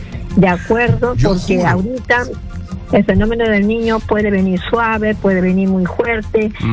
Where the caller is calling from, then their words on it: Pisco, Ica, Peru; Le llamo de Pisco